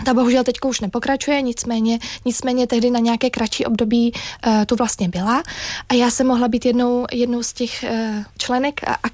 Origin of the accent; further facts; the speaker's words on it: Prague, Czechia; A já pocházím z Prahy, takže pro mě vlastně ta vysněná meta byl Pražský orchestr.